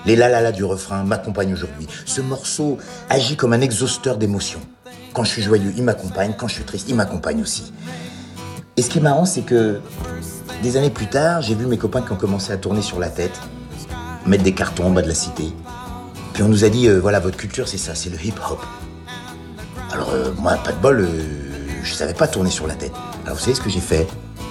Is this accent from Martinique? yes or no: yes; Martinique; moved away; Nous sommes en 1973. On vient de débarquer de la Martinique, ma mère et ses 6 enfants. Moi, je suis le petit dernier.